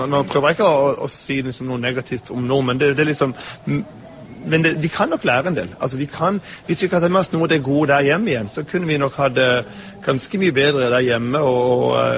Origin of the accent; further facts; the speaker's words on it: Oslo, Norway; Det mye farligere hjemme I Oslo. Her det trygt overalt.